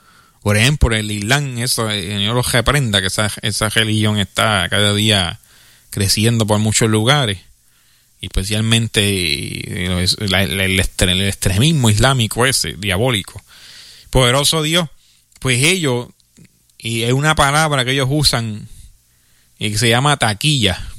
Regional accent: Puerto Rico; Nosotros, por ejemplo, en Puerto Rico, pues ese tenemos, no pronunciamos bien la R. Te pronunciamos la L en vez de la R.

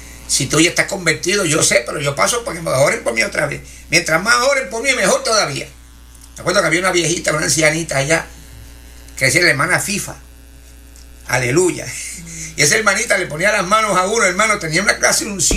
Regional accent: Corozal, Puerto Rico; allá en Corozal, en mi pueblo.

